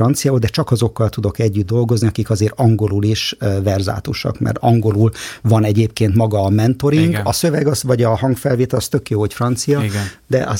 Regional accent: Budapest, Hungary; egy szobakonyhában nőttem fel gyakorlatilag, fürdőszoba nélkül, WC a gangom, tehát ilyen terézvárosi klasszikus bérlakás

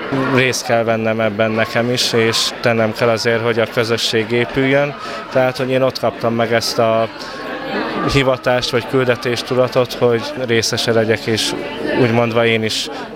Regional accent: Kazincbarcika, Borsod-Abaúj-Zemplén, Hungary; moved away as an adult; now in Debrecen, Hungary; Én egyébként kazincbarcikai lakos, és onnan származom Borsodból.

